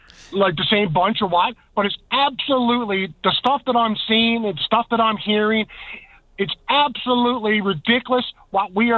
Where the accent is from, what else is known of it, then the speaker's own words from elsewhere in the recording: Newfoundland and Labrador, Canada; and when they found out we're from Newfoundland, they kept saying how nice and how polite to people from Newfoundland and Labrador.